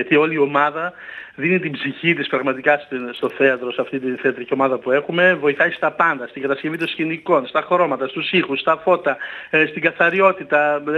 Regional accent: Monolofos, Central Macedonia, Greece; born there

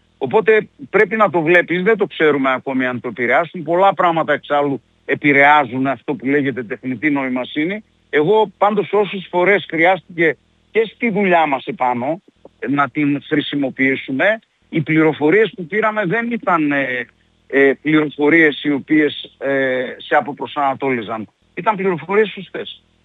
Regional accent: Thessaloniki, Central Macedonia, Greece; now in Komotini, Greece; λόγω της καταγωγής της δικιάς μου, επειδή είμαι Θεσσαλονικιός

